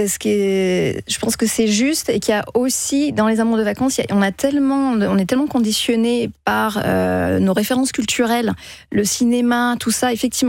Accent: France; Lui est américain, moi, je suis française.

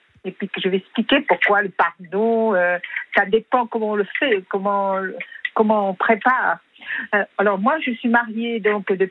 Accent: Switzerland; Je viens de Suisse

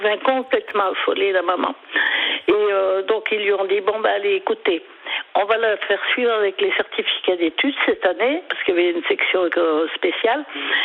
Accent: Lyon, Auvergne-Rhône-Alpes, France; born there

